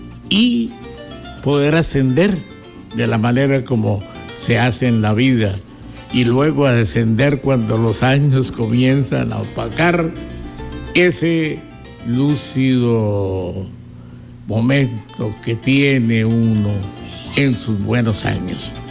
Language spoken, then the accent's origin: Spanish; San Martín de los Llanos, Meta, Colombia; a todo mi pueblo que es parte de mi sangre, San Martín del Alma.